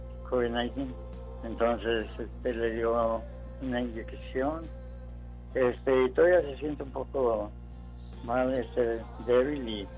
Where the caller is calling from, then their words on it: McAllen, Texas, United States; de McAllen.